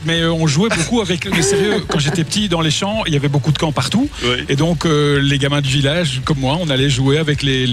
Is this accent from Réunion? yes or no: no; Houdremont, Wallonia, Belgium; moved away as an adult; now in Brussels, Belgium; le village de Oudremont où j'ai grandi